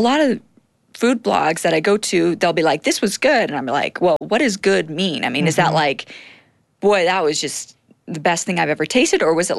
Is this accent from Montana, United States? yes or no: yes; Great Falls, Montana, United States; moved away as an adult; also born or lived in Provo, Utah / Ohio; now in Salt Lake City, United States; I grew up in Montana, in Great Falls. I had 6 sisters growing up, no brothers